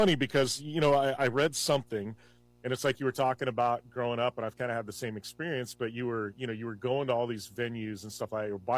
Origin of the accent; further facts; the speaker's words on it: Parker, Arizona, United States; Parker, Arizona. So right by Lake Havasu City. So I'm sure everybody knows Lake Havasu, but tourist town right on the river, like floating dock bars, stuff like that.